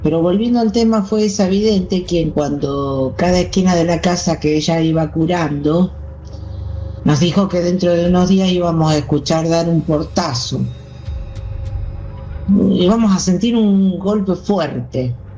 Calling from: Rosario, Santa Fe, Argentina; soy de Rosario, Santa Fe.

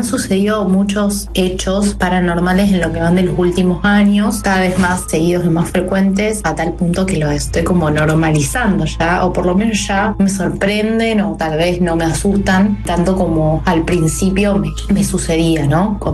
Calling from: Rosario, Santa Fe, Argentina; Yo soy de Rosario, viviendo en mi casa.

